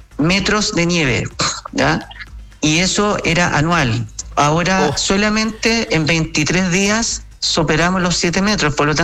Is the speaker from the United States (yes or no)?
no; Chile; debemos estar orgullosos como chilenos